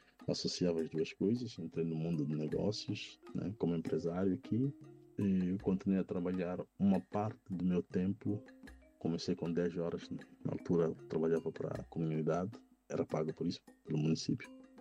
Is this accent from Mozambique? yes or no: yes; Mozambique; now in Netherlands; aquela forte conexão do mundo de onde eu venho, Moçambique, por exemplo. E não conhecia praticamente nenhum moçambicano, não havia muita ligação em termos do Facebook ou então outras redes sociais que facilitassem que encontrassem moçambicanos por cá.